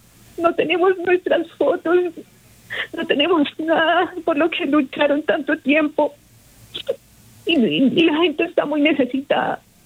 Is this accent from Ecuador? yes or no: no; Pereira, Risaralda, Colombia; now in Barbosa, Colombia; realmente pues yo soy de Pereira, toda mi familia está en Pereira, por temas de trabajo estoy acá